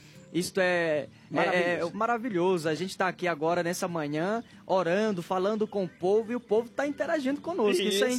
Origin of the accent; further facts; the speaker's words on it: Ceará, Brazil; Eu que sou cearense ainda, rapaz, não sai nada não.